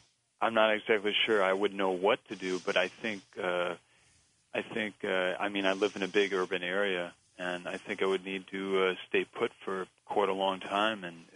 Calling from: San Francisco, California, United States; from San Francisco.

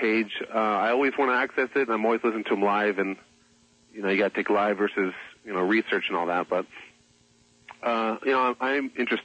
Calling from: Phoenix, Arizona, United States; this is … in Phoenix

